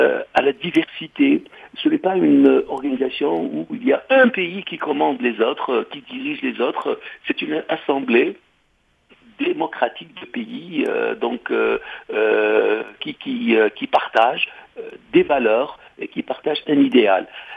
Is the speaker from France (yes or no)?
no; Tunisia; En tant que Tunisien, passionné par cette dynamique culturelle qui a eu lieu en Tunisie.